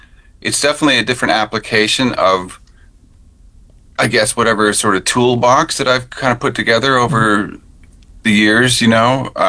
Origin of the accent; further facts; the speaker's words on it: Ontario, Canada; I was in Winterton a lot as a kid in the summers, even though I grew up in Ontario, but my mom is from Newfoundland. She was born in Bonavista.